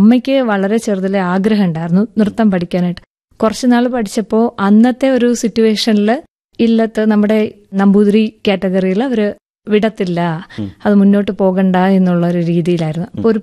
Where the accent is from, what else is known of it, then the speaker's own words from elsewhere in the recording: Kerala, India; അപ്പൊ ഞാൻ മാത്രമേ മലയാളിയുള്ളൂ.